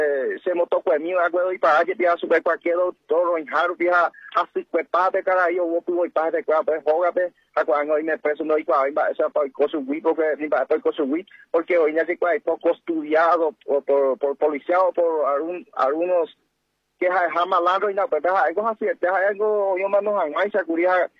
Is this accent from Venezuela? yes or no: no; Paraguay; como paraguayo, como indígena, como nativo